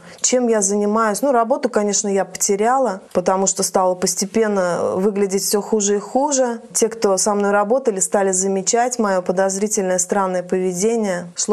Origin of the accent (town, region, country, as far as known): Southern Urals, Russia